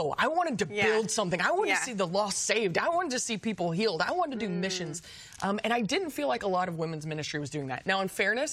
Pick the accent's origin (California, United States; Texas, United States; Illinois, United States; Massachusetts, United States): Texas, United States; I was raised in Texas.